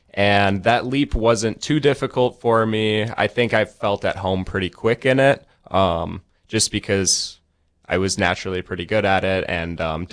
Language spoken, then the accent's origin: English; Stillwater, Minnesota, United States; I'm originally from Stillwater, Minnesota